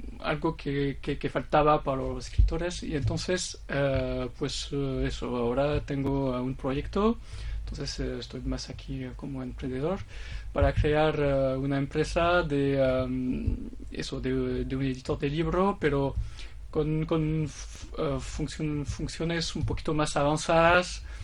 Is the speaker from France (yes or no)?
yes; France; Spanish is a second language; moved away as an adult; now in Vizcaya, Spain; pues soy francés y claro, si estoy aquí es porque he encontrado una bilbaína y que me he llevado aquí y eso, entonces bueno, he hecho muchas cosas en mi vida, muchas en Francia y aquí también en Vizcaya